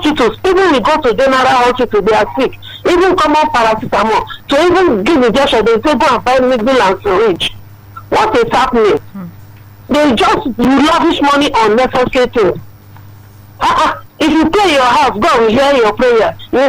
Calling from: Lagos, Nigeria; I'm calling from Abanja in Ikoto.

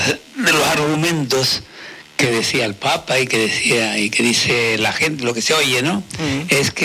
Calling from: Canary Islands, Spain; Somos lo peor de todo el Estado español, en Canarias.

